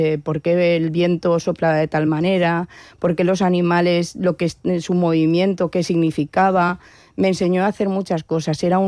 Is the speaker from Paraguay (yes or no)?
no; Valencia, Valencian Community, Spain; aunque yo soy de Valencia, yo me siento de pueblo, porque es como me han criado, con esos valores.